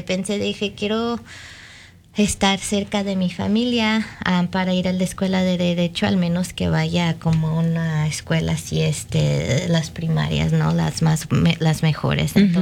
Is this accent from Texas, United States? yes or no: no; Waukegan, Illinois, United States; moved away as an adult; viviendo en Waukegan, que es lo que digo mi hogar, ¿no? Porque es cuando el lugar donde crecí